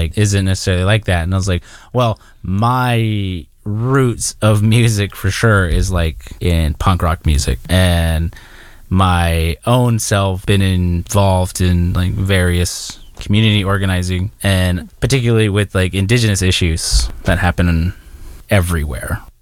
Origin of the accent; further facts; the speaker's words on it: Arizona, United States; So I'm from the Gila River Indian community.